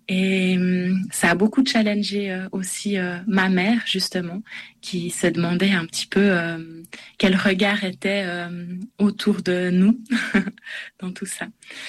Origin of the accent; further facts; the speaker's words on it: Switzerland; born there; Quand j'étais enfant, j'ai été à l'éveil à la foi, et puis après j'ai suivi le parcours un peu typique en Suisse, en tout cas, avec le catéchisme et tous les sacrements.